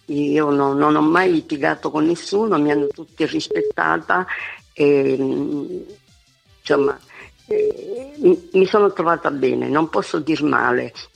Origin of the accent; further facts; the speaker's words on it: Sciacca, Sicily, Italy; moved away as an adult; also born or lived in Lombardy; E poi sono ritornata, sì, sono nata a Sciacca, poi a 27 anni, avevo 27 anni quando me ne sono andata vicino a Milano, sono stata lì 27 anni e poi sono ridiscesa.